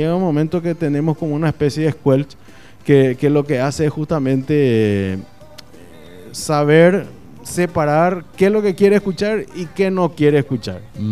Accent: San Pedro, Paraguay; Nosotros somos de San Pedro, somos norteños, segundo departamento.

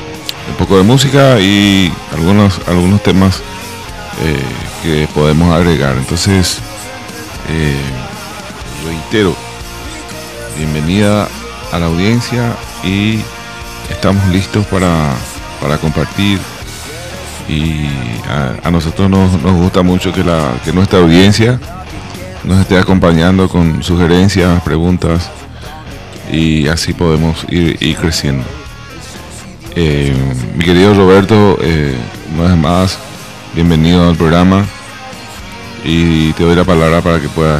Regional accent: Mbocayaty del Yhaguy, Cordillera, Paraguay; born there; moved away; nuestro pueblo natal. Sería el donde nacimos … Río Negro, es departamento Cordillera, la ciudad es Mocayati del Gagüí

